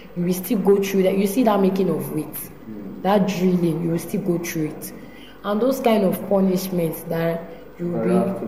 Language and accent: English; Ajegunle, Lagos, Nigeria; I am also from Barriga.